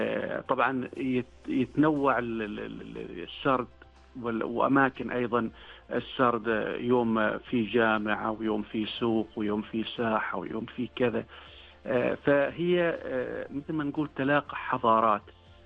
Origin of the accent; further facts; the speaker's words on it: Oman; عندنا في عمان.